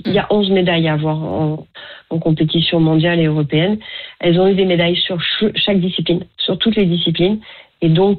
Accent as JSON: {"language": "French", "country": "France", "said": "Je dis officiel parce qu'en fait, chez nous, en France, on a toujours eu des garçons"}